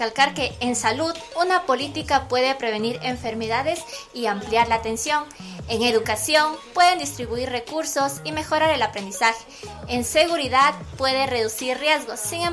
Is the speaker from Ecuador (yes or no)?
yes; Ecuador; A nosotros como ecuatorianos